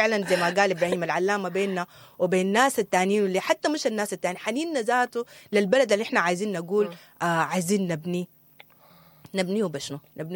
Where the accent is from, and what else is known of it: Sudan